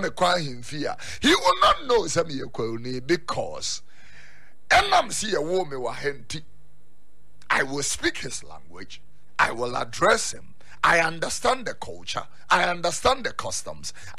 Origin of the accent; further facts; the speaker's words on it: Accra, Greater Accra, Ghana; I'm a abuame. I was born in Accra, so I see myself more as a girl than a kwewu person.